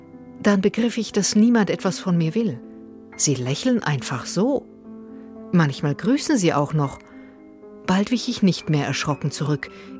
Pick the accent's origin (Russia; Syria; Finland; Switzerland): Russia; German is a second language; Wie man auf Deutsch sagt, ich bin aus Russland, aber ich bin gegen den Krieg, habe ich gelernt